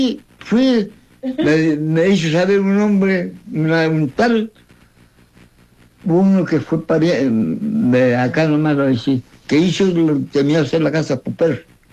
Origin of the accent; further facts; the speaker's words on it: Argentina; born there; Y nací en Piedra Mala, Pampa los Cruz, fui chico. El Cruz fue en este lado, yendo para Chile, acá.